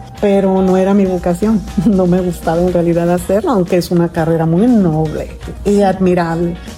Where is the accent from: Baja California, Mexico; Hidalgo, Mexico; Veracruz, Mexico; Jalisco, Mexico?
Baja California, Mexico; Tijuana; moved away as an adult; now in San Diego, United States; cuando yo me vine aquí a Estados Unidos, soy de Tijuana. Me vine aquí como a la edad de 27 años